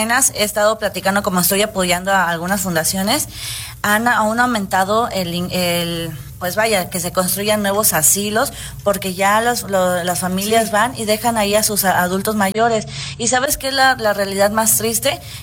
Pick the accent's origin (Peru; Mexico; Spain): Mexico; que es una realidad que no nos estamos dando cuenta y que hay que cubrir nosotros como mexicanos para evitar esto.